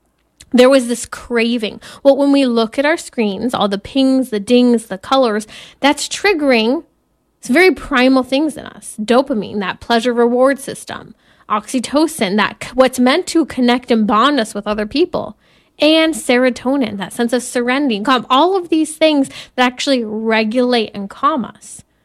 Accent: California, United States; what happens here in my home state of California.

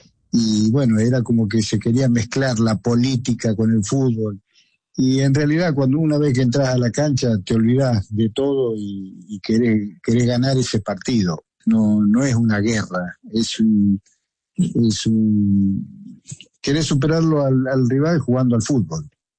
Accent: Argentina; Bueno, mira, la verdad es que ya como argentino me cansa un poquito, ¿no?

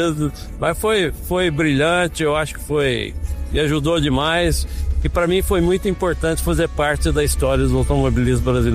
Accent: Brazil; eu sou o único campeão brasileiro que não sou paulista.

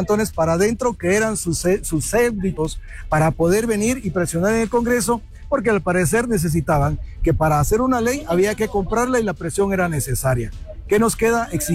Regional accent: Guatemala; como guatemaltecos y operadores del transporte

